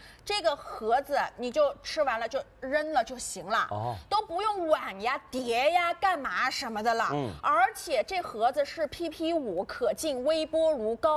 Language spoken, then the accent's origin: Chinese; Shanghai, China